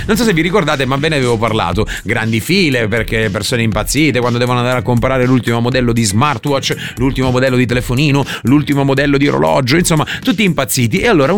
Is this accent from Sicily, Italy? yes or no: yes; Sicily, Italy; Io vengo dalla Sicilia, dove i lavori si sono sempre inventati in ogni epoca.